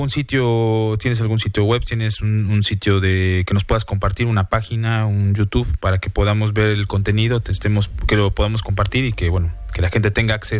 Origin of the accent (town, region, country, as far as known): Mexico